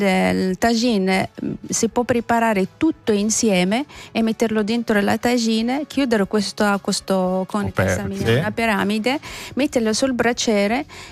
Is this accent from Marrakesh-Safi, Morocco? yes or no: yes; Essaouira, Marrakesh-Safi, Morocco; io sono nata e cresciuta a Essaouira